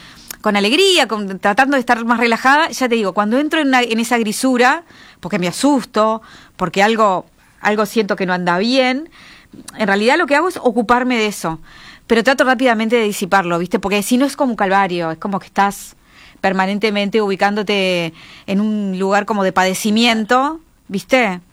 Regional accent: Uruguay; Como todo uruguaya, en un tiempo así

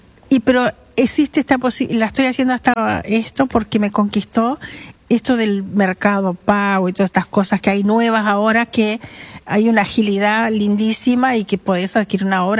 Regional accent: Salto, Uruguay; born there; Tanto que o sea, Quiroga es nacido en el mismo lugar. Los dos nacimos en Salto.

